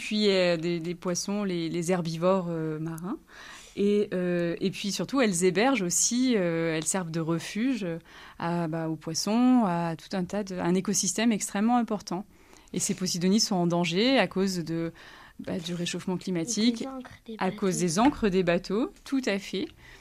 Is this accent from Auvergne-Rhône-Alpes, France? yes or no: yes; Grenoble, Auvergne-Rhône-Alpes, France; now in Côte Bleue, France; moi je ne suis pas originaire d'ici, je suis grenobloise.